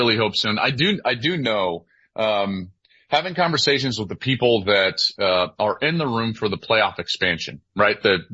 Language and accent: English; Denver, Colorado, United States; now in California, United States; I'm from Colorado.